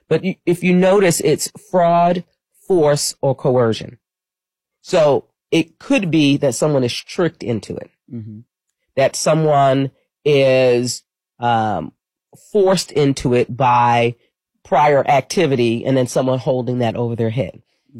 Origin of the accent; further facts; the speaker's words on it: Queens, New York, United States; moved away; I tell you, I'm a New Yorker. Mm-hmm. Been here for 32 years, but I'm still a New Yorker. Grew up in Queens, New York, and family of law enforcement folks.